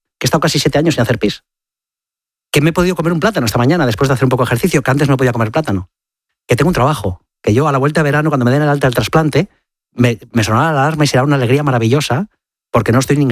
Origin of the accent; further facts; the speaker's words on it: Community of Madrid, Spain; Curiosamente, Sara es gallega, yo soy madrileño